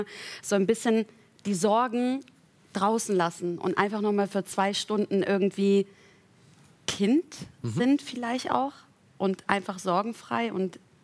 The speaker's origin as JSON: {"language": "German", "town": "Stolberg", "region": "North Rhine-Westphalia", "country": "Germany", "said": "Ich bin Mädchen aus dem Dorf, ich komme aus der Nähe von Aachen."}